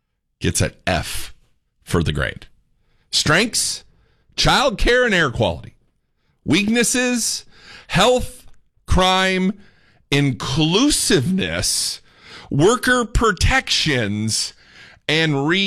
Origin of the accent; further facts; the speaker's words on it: Flint, Indiana, United States; also born or lived in Fort Wayne; now in Texas, United States; I'm a Yankee. I moved here from Fort Wayne, Indiana, originally from a little small town called Flint. Not Michigan, but Indiana.